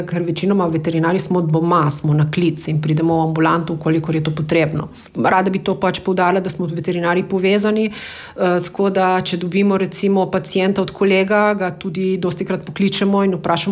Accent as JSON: {"language": "Slovenian", "region": "Slovenian Littoral", "country": "Slovenia", "said": "smo pač Primorci edini"}